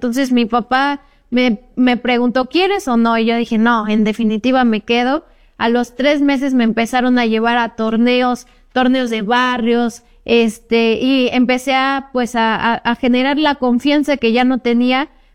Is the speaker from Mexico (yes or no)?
yes; Mexico; porque soy de la Junta Auxiliar de la Libertad